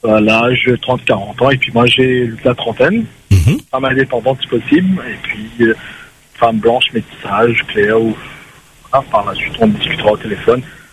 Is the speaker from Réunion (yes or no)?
yes; Réunion; je suis du Sud. Je suis un créole métissé